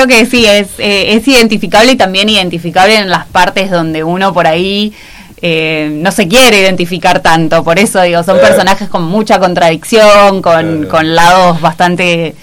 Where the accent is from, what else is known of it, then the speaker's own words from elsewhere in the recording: Córdoba, Argentina; moved away as an adult; now in Buenos Aires, Argentina; yo soy de Córdoba, entonces implicó para mí mudarme a Buenos Aires para estudiar teatro y para buscar hacer una carrera.